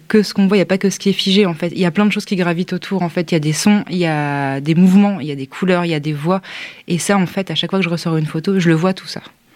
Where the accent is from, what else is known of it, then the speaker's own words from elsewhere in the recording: northern France, France; Moi je viens du nord de la France et du coup je pense que les peintres flamands m'ont bien inspirée aussi